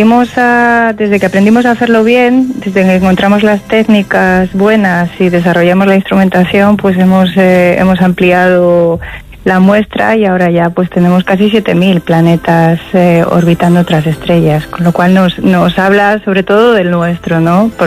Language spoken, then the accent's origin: Spanish; Palencia, Castile and León, Spain; moved away as an adult; now in La Palma, Spain; para todos los palentinos que nos vamos fuera para ejercer nuestra profesión